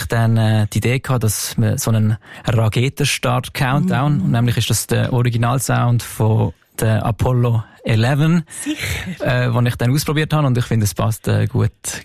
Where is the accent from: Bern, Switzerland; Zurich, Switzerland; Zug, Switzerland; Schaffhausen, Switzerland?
Zurich, Switzerland; ich habe den Song geschrieben über meinen Heimatort